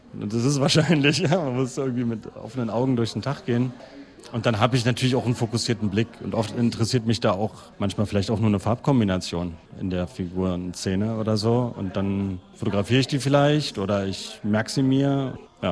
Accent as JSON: {"language": "German", "region": "Berlin", "country": "Germany", "lives_now": "Halle, Germany", "said": "also ich komme eigentlich aus Berlin und kam zum Studium eben nach Halle an die Burg und jetzt bin ich hier."}